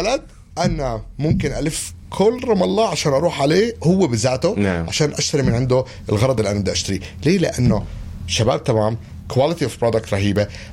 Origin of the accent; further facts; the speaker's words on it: Palestine; لأنه أنا فلسطيني